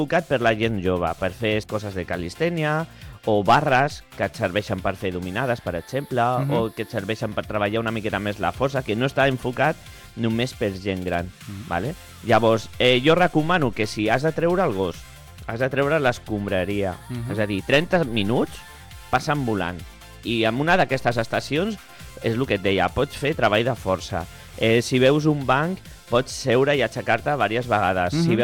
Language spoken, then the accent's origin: Catalan; Sant Cugat del Vallès, Catalonia, Spain; Sant Cugat del Vallès, de tota la vida.